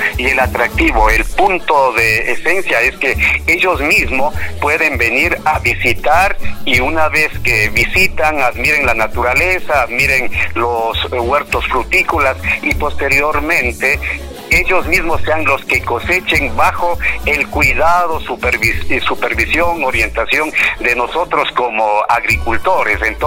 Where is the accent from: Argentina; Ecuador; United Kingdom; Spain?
Ecuador; Puéllaro, Pichincha; y yo soy de Puéllaro, del barrio El Chipichí, pero les garantizo que el huevo de nuestra tierra sí es el mejor del Ecuador.